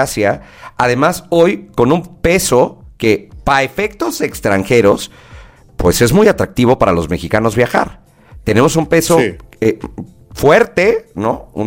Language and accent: Spanish; Mexico; ponemos los viajes en nuestro país como mexicanos en otro momento de las temporadas